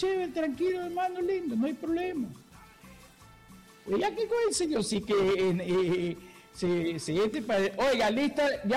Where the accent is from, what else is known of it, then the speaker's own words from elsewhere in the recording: Ecuador; Usted es el francés aquí, yo soy el ecuatoriano, cholito.